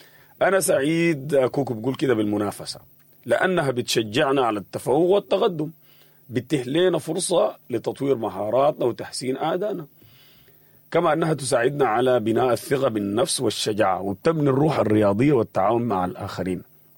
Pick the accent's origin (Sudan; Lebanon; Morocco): Sudan; إحنا كمان كسودانيين